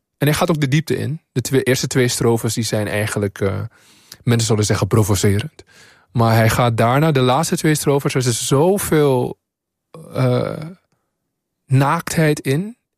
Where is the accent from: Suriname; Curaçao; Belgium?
Suriname; Toen ik in Suriname opgroeide op de middelbare school